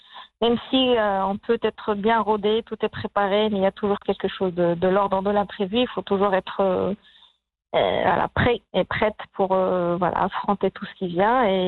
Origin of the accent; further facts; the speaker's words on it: Marrakesh, Marrakesh-Safi, Morocco; Et je suis de Marrakech, j'adore Marrakech